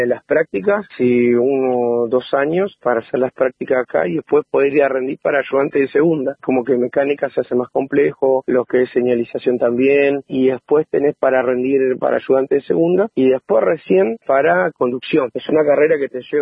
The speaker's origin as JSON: {"language": "Spanish", "town": "Esquel", "region": "Chubut", "country": "Argentina", "said": "soy el maquinista acá de La Trochita. Soy de Esquel, tengo 37 años. Vengo de tercera generación, más o menos, que trabajó en el tren."}